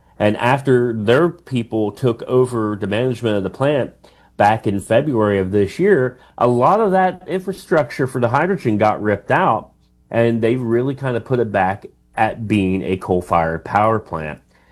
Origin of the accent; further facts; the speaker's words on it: West Virginia, United States; I'm from Pleasance County. Dave's from Pleasance County.